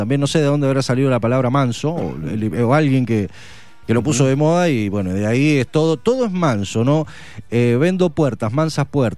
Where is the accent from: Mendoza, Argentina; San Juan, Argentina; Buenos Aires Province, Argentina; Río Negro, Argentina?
Mendoza, Argentina; Qué lindo que somos los mendocinos para inventar cosas.